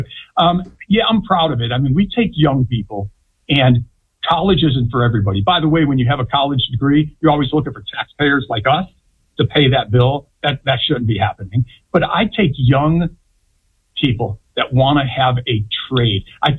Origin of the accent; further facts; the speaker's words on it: Florida, United States; I grew up in Central Florida my entire adult life. I founded and started my business right here in Central Florida.